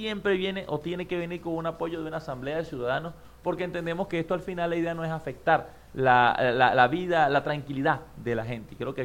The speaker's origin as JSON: {"language": "Spanish", "area": "Santa Ana", "region": "Mérida", "country": "Venezuela", "tie": "born or raised there", "said": "yo me crié en Santa Ana y eso es una vida de luchas, ¿no?"}